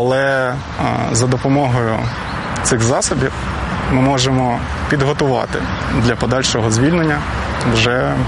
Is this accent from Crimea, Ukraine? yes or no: yes; Saky, Crimea, Ukraine; moved away as an adult; now in Kyiv, Ukraine; обрав, тому що я з Криму.